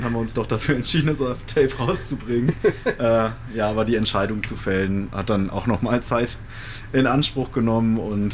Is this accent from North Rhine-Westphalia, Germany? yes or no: yes; North Rhine-Westphalia, Germany; also born or lived in Paderborn; now in Cologne, Germany; Ich komme tatsächlich aus dem Sauerland. Genau, da bin ich aufgewachsen, habe dann eine Zeit lang in Paderborn gewohnt und bin vor mittlerweile fast 10 Jahren nach Köln gezogen.